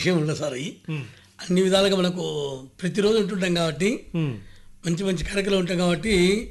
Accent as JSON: {"language": "Telugu", "town": "Peddaraveedu", "region": "Andhra Pradesh", "country": "India", "tie": "born or raised there", "said": "ప్రకాశం జిల్లా పెద్దారువీడు."}